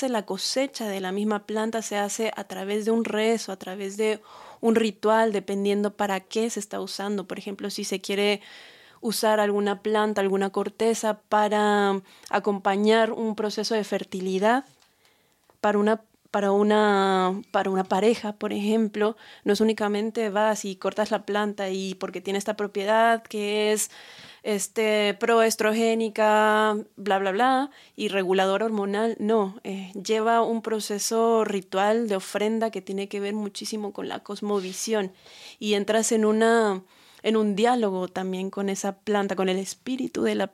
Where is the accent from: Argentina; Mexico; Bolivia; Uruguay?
Mexico; Mexico City; born or raised there